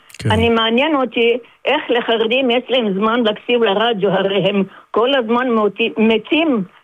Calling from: Sharon plain, Israel

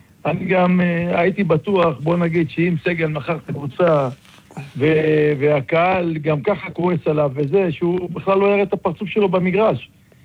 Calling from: Netanya, Central District, Israel; אצלנו בנתניה

